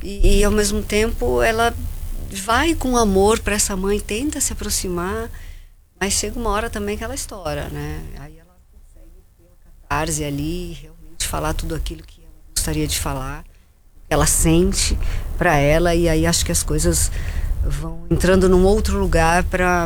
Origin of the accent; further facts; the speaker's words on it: São Paulo, Brazil; Eu sou da Vila Sônia, adoro aquele bairro, tenho família que mora lá ainda.